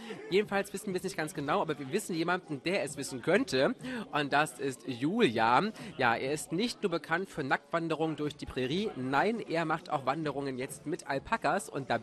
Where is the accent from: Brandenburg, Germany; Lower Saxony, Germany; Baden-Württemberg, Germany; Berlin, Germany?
Brandenburg, Germany; Cottbus; ursprünglich gar nicht von hier komme und es deswegen gar nicht erleben konnte und einen anderen Club in meiner Heimat Cottbus gesehen habe